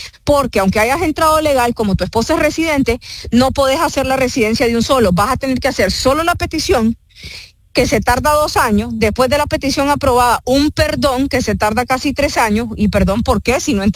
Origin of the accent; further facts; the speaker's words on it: Nicaragua; moved away as an adult; pues yo vivo aquí desde hace 20 años, pero voy todo el tiempo a Nicaragua y mis papás, mis hermanos, todos viven allá y yo me crié allá. Incluso yo soy abogada, tengo 43 años y a los 23 me vine de Nicaragua